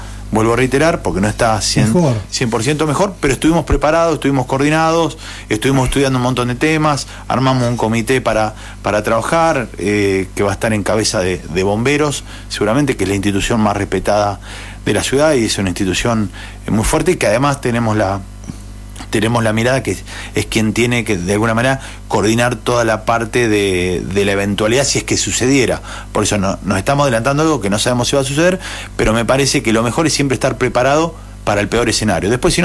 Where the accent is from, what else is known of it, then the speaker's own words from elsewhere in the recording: Dolores, Buenos Aires Province, Argentina; hay momentos donde tenemos que ser dolorenses.